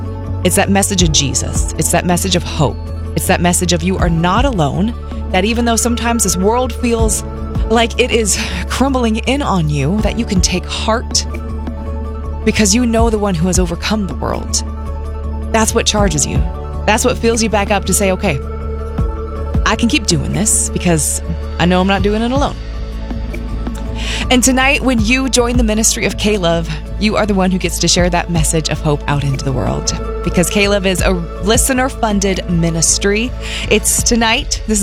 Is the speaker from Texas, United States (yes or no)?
no; Wichita, Kansas, United States; I'm from Wichita.